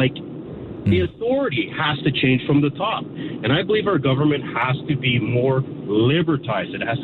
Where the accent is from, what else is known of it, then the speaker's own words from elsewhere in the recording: Canada; born there; now in Caledon, Canada; I'm not Jewish, but I was born here in Canada. I grew up like you, Greg.